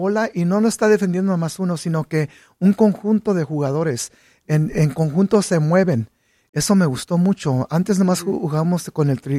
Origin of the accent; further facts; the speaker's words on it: Mexico; nos afectó un poco como mexicanos